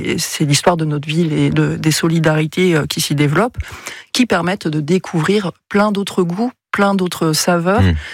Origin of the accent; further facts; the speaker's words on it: Belgium; Mais je viens de Belgique. Donc pour le coup, les frites, on sait d'où elles viennent quand on vient de Belgique.